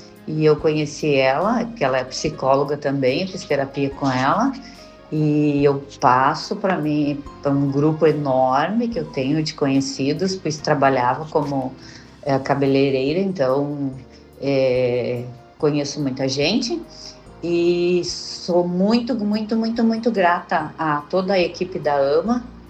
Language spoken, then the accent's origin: Portuguese; Alvorada, Rio Grande do Sul, Brazil; Sou do Rio Grande do Sul … eu sou de Alvorada, Rio Grande do Sul.